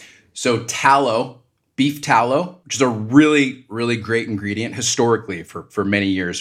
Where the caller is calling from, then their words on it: Cardiff-by-the-Sea, California, United States; I am calling from Cardiff-by-the-Sea, California. It's a small little beach town here in North County, San Diego.